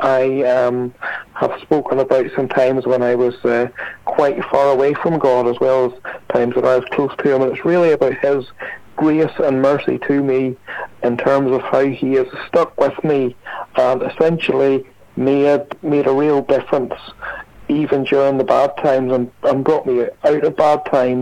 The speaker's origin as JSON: {"language": "English", "town": "Ballymena", "region": "Northern Ireland", "country": "United Kingdom", "tie": "born or raised there", "said": "my home church, which is Victory Praise Community Church, which is in my hometown of Ballymena."}